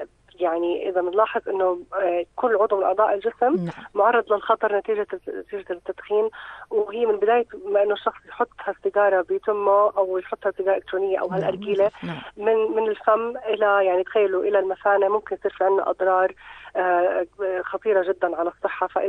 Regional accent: Jordan; عندنا بالاردن

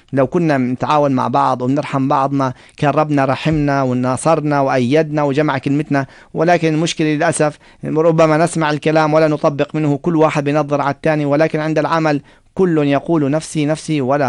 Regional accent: Jordan

